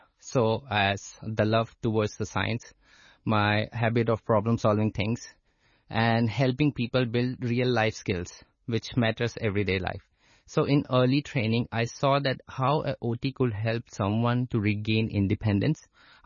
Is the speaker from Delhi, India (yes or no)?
yes; Delhi, India; moved away as an adult; now in Hong Kong; So I was born and brought up in Delhi, which is the capital of India. So I have done my schoolings to college in Delhi only.